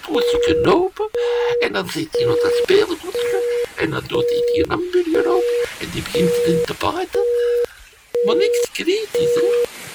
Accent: Belgium; Allee, als Belg moet je maar geen slechte frietjes serveren, hè.

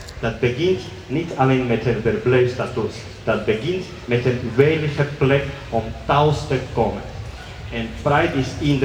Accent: Georgia; Dutch is a second language; now in Antwerp, Belgium; ik kom uit Georgië, ik ben al bijna 9 jaar in Antwerpen.

